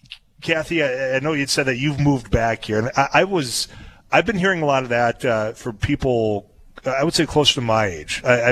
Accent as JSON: {"language": "English", "town": "Leeds", "region": "North Dakota", "country": "United States", "tie": "born or raised there", "said": "growing up in Leeds"}